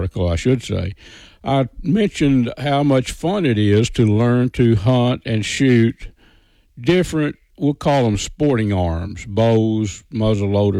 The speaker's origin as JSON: {"language": "English", "area": "Red River County", "region": "Texas", "country": "United States", "tie": "born or raised there", "said": "I was raised up in Red River County in the Dimple community, north of Clarksville."}